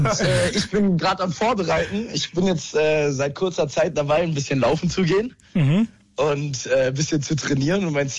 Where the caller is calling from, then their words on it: Sindelfingen, Baden-Württemberg, Germany; Ich komme aus Sindelfingen.